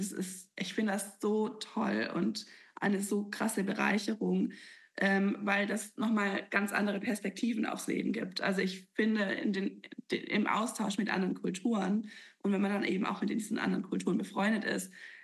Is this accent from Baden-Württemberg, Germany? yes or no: yes; Baden-Württemberg, Germany; moved away as an adult; now in Australia; Als Schwabe, ne, die Maultaschen, die Kässpätzle und die guten Soßen.